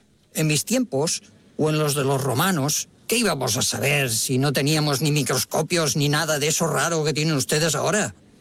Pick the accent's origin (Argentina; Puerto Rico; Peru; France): France; Sí, sí, oiga, que soy francés